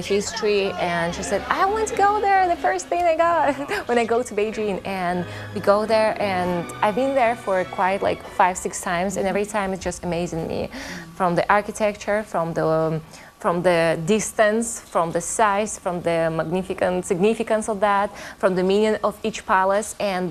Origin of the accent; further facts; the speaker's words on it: Vladivostok, Primorsky Krai, Russia; English is a second language; Like we are from Vladivostok, yeah. So for us, we feel like to go to China is only 2 hours, so it's so close and convenient. Like to Moscow, if I fly to Moscow, it's like 9 hours.